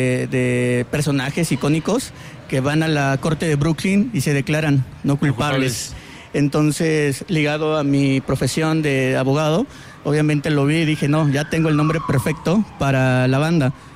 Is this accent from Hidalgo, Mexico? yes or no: no; Santiago de Querétaro, Querétaro, Mexico; born there; De aquí, de la ciudad de Querétaro, orgullosamente.